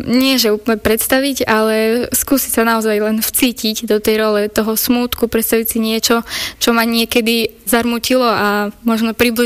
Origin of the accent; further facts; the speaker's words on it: Lipovce, Prešov Region, Slovakia; Pochádzam z obce Lipovce.